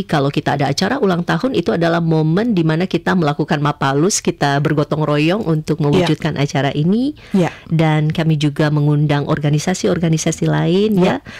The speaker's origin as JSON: {"language": "Indonesian", "region": "North Sulawesi", "country": "Indonesia", "said": "Nah, ini kebetulan dari bahasa di daerah saya ya. Minahasa Induk."}